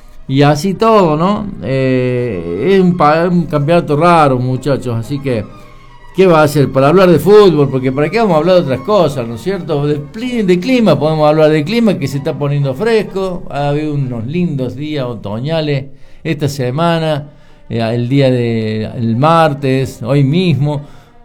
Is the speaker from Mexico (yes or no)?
no; Argentina; esa música ciudadana que nos identifica como argentinos aquí en el resto del mundo